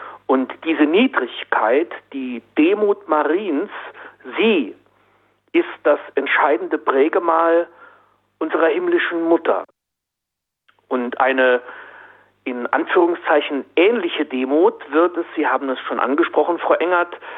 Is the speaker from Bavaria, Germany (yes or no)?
no; Sprengen, Saarland, Germany; Nicht nur, weil jetzt bei uns im Saarland dann ein Feiertag ist, gewiss nicht. Vielmehr trägt die kleine Kirche aus meinem Heimatdorf Sprengen den Namen Maria Himmelfahrt.